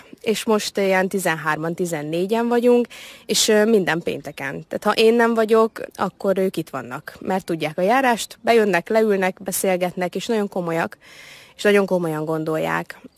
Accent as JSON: {"language": "Hungarian", "region": "Szabolcs-Szatmár-Bereg", "country": "Hungary", "tie": "born or raised there", "moved": "as an adult", "lives_now": "Borsod-Abaúj-Zemplén, Hungary", "said": "én szabolcsi gyerek vagyok, tehát Borsodba jönni nekem érdekes volt"}